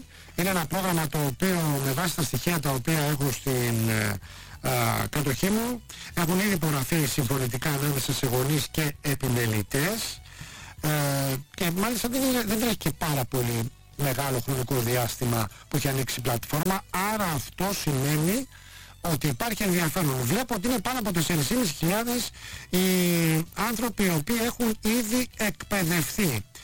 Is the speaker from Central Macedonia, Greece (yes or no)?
no; Rafina, Attica, Greece; εκεί στην πατρίδα μου, στο λιμάνι της Τραφίνας